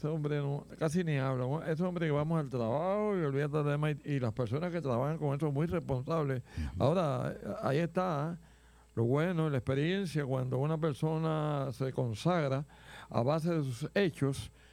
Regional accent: Trujillo Alto, Puerto Rico; la familia mía, donde yo nací, en Trujillo Alto.

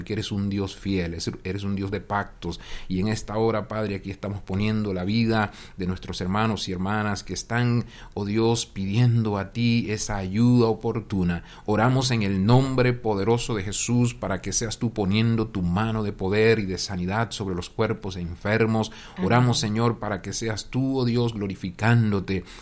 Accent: Panama; now in Costa Rica; ahí en mi país, en Panamá

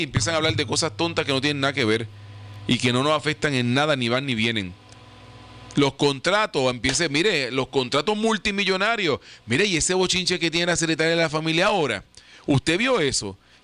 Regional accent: Puerto Rico

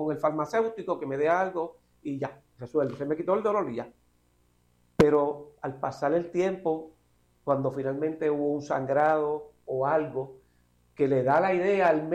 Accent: Puerto Rico; como boricua al fin

